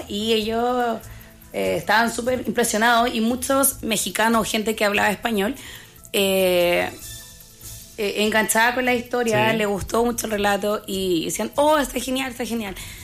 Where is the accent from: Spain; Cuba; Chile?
Chile; Copiapó, Atacama; yo soy de Atacama, es una región chica, soy de Copiapó